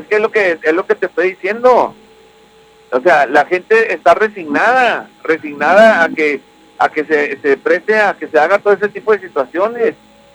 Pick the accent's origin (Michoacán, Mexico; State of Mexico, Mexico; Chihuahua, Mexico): Chihuahua, Mexico; Valle de Juárez; yo soy vallejuarense 100%, yo nací en el Valle de Juárez y pago mis impuestos mexicanos y pago impuestos americanos